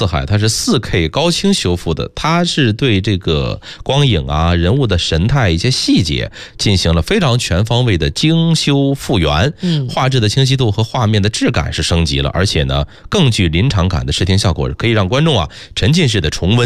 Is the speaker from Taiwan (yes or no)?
no; Hebei, China; 我是河北人啊